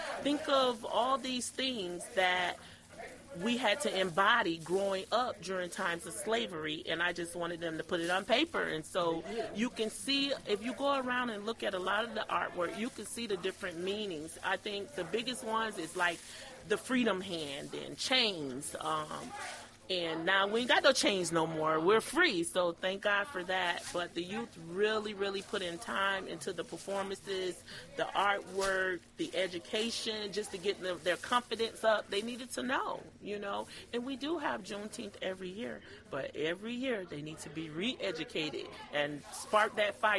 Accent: the South, United States; I mean, I'm from the South, and I know particularly growing up in the South, we ate a lot of pork dishes, chitlins, neck bones, and all that type of stuff.

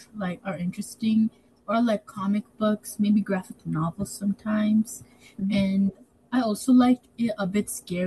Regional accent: Hudson, New York, United States; I'm 12 years old, and I'm also from Hudson.

